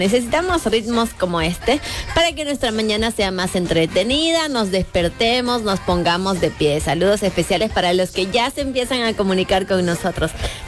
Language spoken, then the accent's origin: Spanish; Bolivia